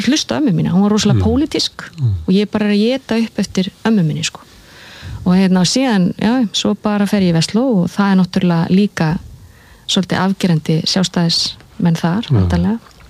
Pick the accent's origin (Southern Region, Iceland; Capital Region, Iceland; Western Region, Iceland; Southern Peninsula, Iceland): Capital Region, Iceland; Seltjarnarnes; það var bara frábær tími og yndislegt að alast upp á Seltjarnarnesinu